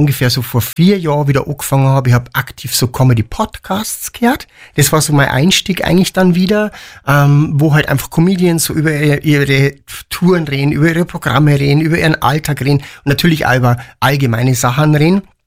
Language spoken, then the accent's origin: German; Piding, Bavaria, Germany; ich bin aus Pieding.